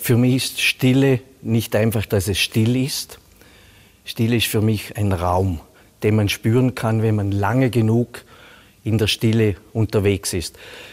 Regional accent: Vorarlberg, Austria; born there; Ich stamme aus dem Montafon.

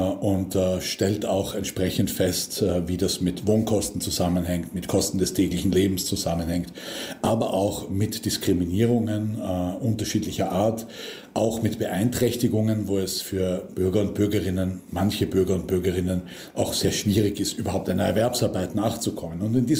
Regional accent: Austria; zum Teil auch wie bei uns in Österreich in den Bundesländern entschieden werden.

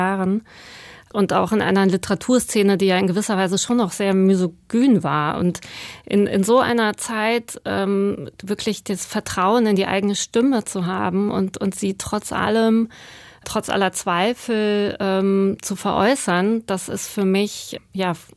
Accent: Cologne, North Rhine-Westphalia, Germany; also born or lived in Iran; ich bin in Köln aufgewachsen und da zur Schule gegangen.

